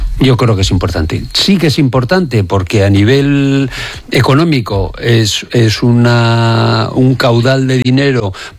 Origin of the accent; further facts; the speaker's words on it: Bilbao, Basque Country, Spain; soy de Bilbao